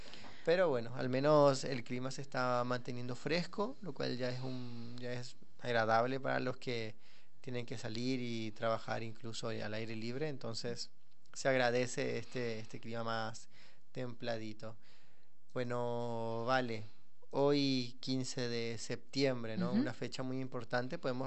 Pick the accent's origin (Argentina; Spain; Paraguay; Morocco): Paraguay